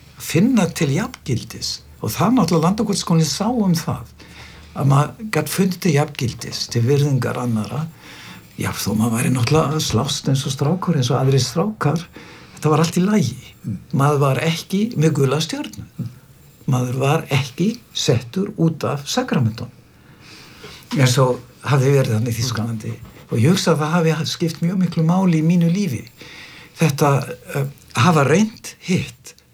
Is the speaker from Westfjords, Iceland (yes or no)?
no; Stóragiljá, Northwestern Region, Iceland; Ég var uppalinn svona hálfuleiti á Stórgiljá, norður Húnaþingi